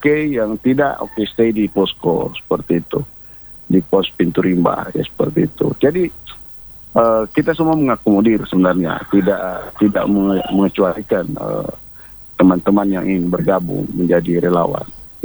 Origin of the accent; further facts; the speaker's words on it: Tahuna, North Sulawesi, Indonesia; Ataupun kita orang Tahuna lah. Orang Tahuna.